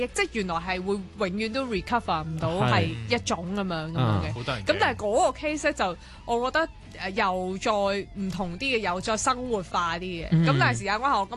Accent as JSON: {"language": "Cantonese", "country": "Hong Kong", "said": "作為香港人嘅80后啊"}